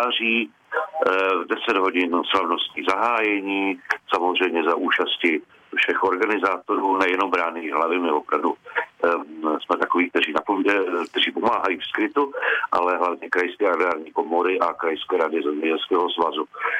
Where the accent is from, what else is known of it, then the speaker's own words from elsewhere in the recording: Znojmo District, South Moravian Region, Czechia; Já sám jsem z Moravy, ze Znojemska